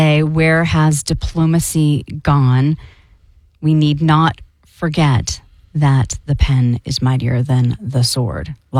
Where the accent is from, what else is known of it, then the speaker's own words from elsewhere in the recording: Miami, Florida, United States; now in New York City, United States; When I lived in Miami. When I moved to New York City, where are you from was different. It meant your people.